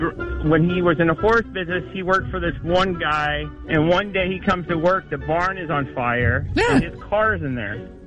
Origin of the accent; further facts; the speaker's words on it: Kentucky, United States; I grew up in Kentucky, so.